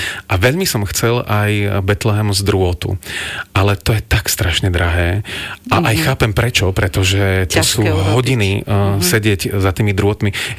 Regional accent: Žilina, Žilina Region, Slovakia; Pochádzam zo Žiliny

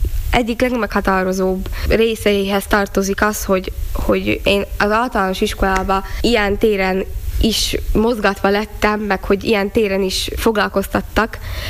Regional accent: Northern Hungary, Hungary; accent: Palóc; És aki hallgatja, úgy tűnik, hogy palócosan beszélek, de oda ez lehet, hogy egy kicsit kevés volt.

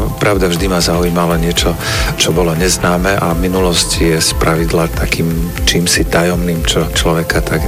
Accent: Štrba, Prešov Region, Slovakia; v takých žiackych rokoch v Štrbe, odkiaľ pochádzam

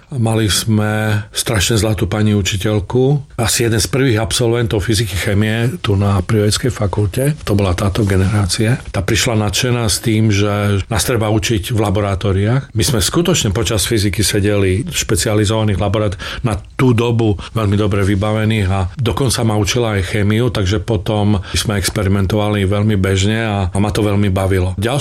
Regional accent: Čemerné, Prešov Region, Slovakia; also born or lived in Bardejov; Ja som sa narodil v Bardejove a potom sme sa presťahovali do Čemerného, pretože otec bol lekár a zaviedlo tam misia lekára.

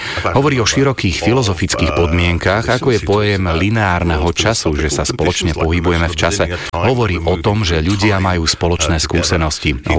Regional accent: United Kingdom

